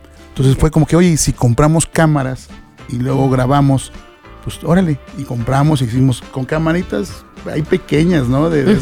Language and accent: Spanish; Mexico; Realmente somos mexicanos y lo tenemos en el ADN, la fiesta.